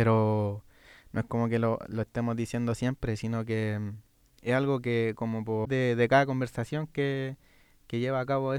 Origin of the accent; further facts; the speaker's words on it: Chile; Entonces, es fome ver eso si somos todos chilenos.